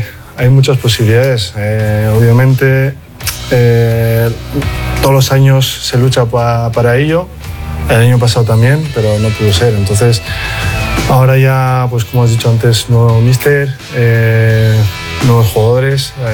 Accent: Bayonne, Nouvelle-Aquitaine, France; Spanish is a second language; now in Spain; no sabía hablar español, o sea, que no hablaba castellano para nada. Y llegué aquí, menos mal que tenía cuatro franceses conmigo, que vinieron también de Bayona y bueno, San Juan de Luz y así.

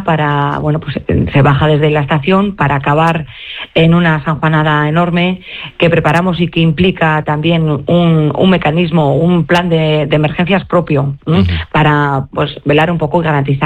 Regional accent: Muskiz, Basque Country, Spain; Y somos de Musquiz, que no de Bilbao.

